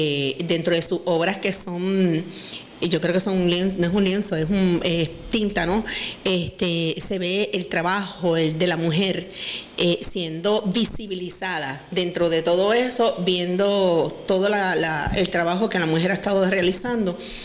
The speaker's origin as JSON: {"language": "Spanish", "country": "Puerto Rico", "said": "nosotros tenemos como puertorriqueños y puertorriqueñas, caficultoras y caficultoras"}